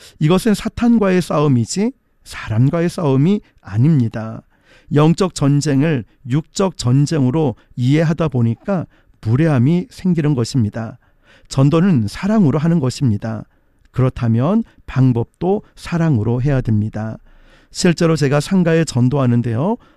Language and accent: Korean; Geoje, South Gyeongsang, South Korea; also born or lived in Yeongwol, Gangwon; 저는 강원도 영월에서 태어났고 학창시절은 거제도에서 보냈고